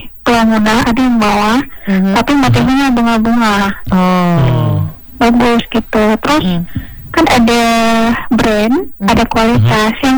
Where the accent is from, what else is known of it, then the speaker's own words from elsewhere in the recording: Buton, Southeast Sulawesi, Indonesia; Wah, dari saya dari Buton Siampo, Buton Bina Pada.